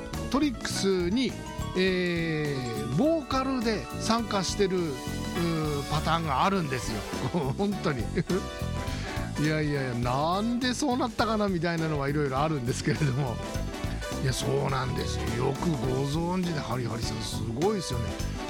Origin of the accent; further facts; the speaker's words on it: Fukushima, Japan; 私たち福島県人にとってはね、胸を張って言いたいところでございます。